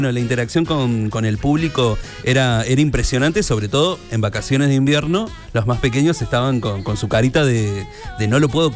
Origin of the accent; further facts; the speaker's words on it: Argentina; todo lo que estamos viviendo como argentinos